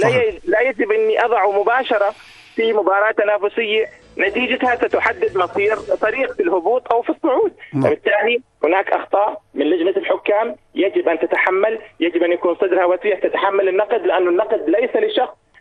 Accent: Jordan; التحكيم عندنا بالأردن أعلى من مستوى الدوري

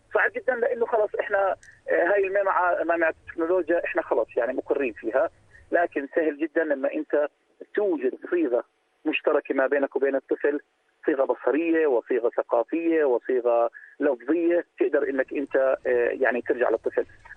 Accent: Jordan; لما نحكي إنه إحنا من الأردن نلاقي في احترام خاص لثقافتنا ولحضورنا الأردني.

